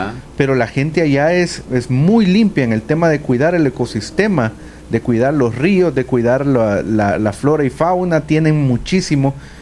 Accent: El Salvador; Porque deberíamos ser nosotros como salvadoreños los que cuando lleguemos a un lugar deberíamos de tener el mínimo

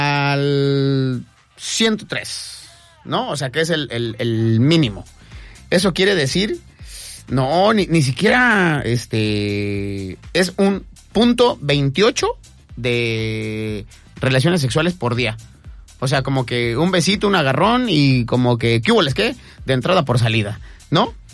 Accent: Mexico

